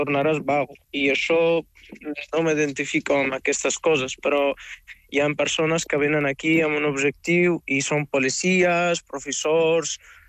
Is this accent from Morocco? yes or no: yes; Morocco; now in Spain; Com a migrant marroquí, sí.